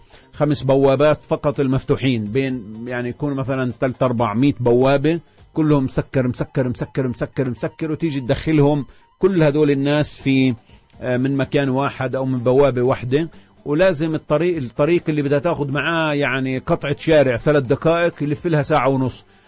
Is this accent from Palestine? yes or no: yes; Palestine; كفلسطينيين